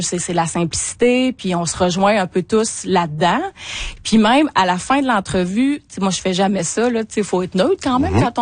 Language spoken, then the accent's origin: French; Quebec, Canada; Ouais, mais, donc moi, je viens de la Côte-Nord.